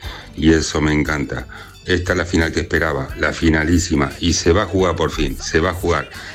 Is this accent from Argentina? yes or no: yes; Argentina; Así que, como buen argentino te digo, vamos a ganar la final.